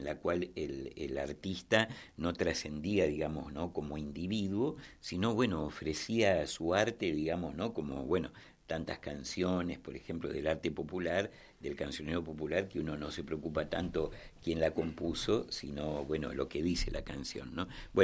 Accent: Bahía Blanca, Buenos Aires Province, Argentina; Sí, yo nací en Bahía Blanca. Y en Bahía Blanca me crié en el barrio obrero de Villa Mitre

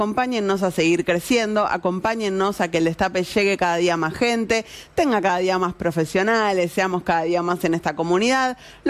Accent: Argentina; Soy argentino, viva la selección, pero tiene razón el hermano mexicano, somos pesados, nadie lo niega, somos pesados.

